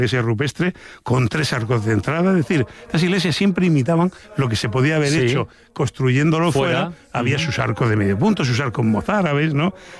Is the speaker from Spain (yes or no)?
yes; Murcia, Region of Murcia, Spain; Es que no hablo catalán valenciano y encima soy de Murcia, que me como las S, ¿no?